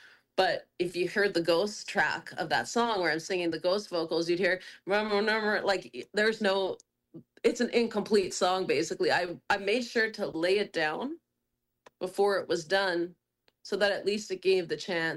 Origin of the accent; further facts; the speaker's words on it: Quebec, Canada; moved away; that was actually taking place in Montreal, where I was still living at the time, because I'm originally from Quebec.